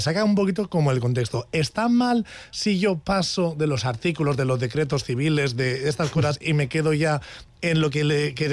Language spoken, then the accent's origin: Spanish; Villabona, Basque Country, Spain; hasta le he escrito a la alcaldesa de mi pueblo real, que me ha enviado en un email, porque le dije, por favor, envíame cómo tienes en euskera